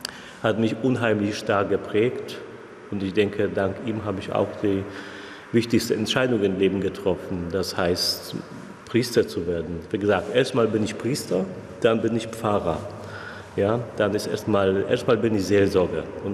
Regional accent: Poland; German is a second language; das totale andere Welt, kann ich sagen, aus sich, aus meiner Heimat, hat sich auch viel geändert. Das ist fast wie vor der Wende, nach der Wende, wenn man das, den politischen Umbruch man bedenkt, das war so wie jetzt in Polen letzte Jahre.

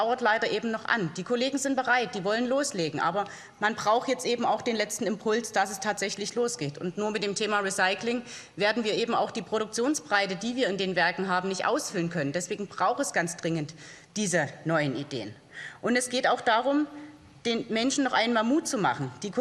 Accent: Saxony, Germany; Jetzt komme ich selber aus Südwestsachsen

